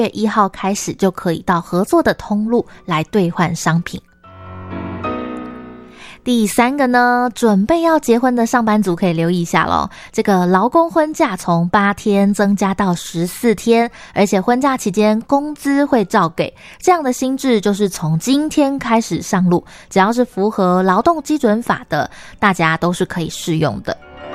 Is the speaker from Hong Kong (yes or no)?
no; Miaoli County, Taiwan; 因为我就是苗栗人本人